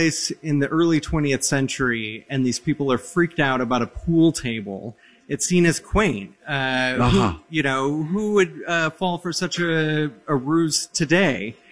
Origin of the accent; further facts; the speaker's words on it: Iowa, United States; But in my hometown, it's a museum for The Music Man.